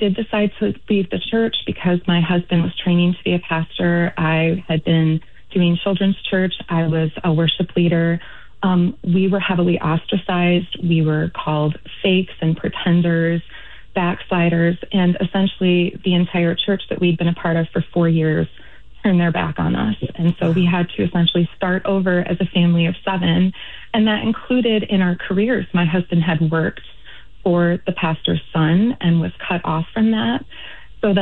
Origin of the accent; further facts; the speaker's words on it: Philadelphia, Pennsylvania, United States; I'm from Philadelphia. I was born in Philly, so I was super excited to be on the show today.